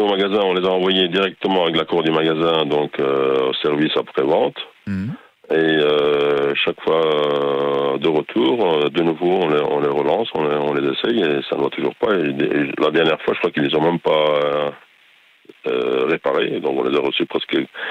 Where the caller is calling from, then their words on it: Virton, Wallonia, Belgium; Et moi, je suis de Virton